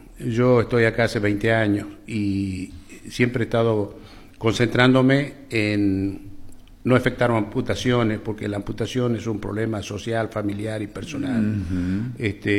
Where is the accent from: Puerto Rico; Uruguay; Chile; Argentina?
Argentina; Frías, Santiago del Estero; moved away as an adult; also born or lived in Tucumán / Buenos Aires; now in Santiago del Estero, Argentina; yo soy oriundo de Frías.